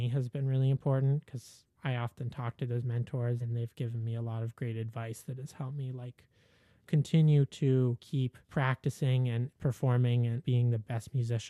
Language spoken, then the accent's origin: English; Vermont, United States; Given that I'm from Vermont, I like to take walks.